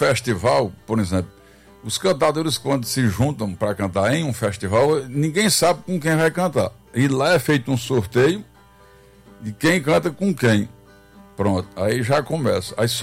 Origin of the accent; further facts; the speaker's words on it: Coremas, Paraíba, Brazil; Sou paraibano, filho de Coremas.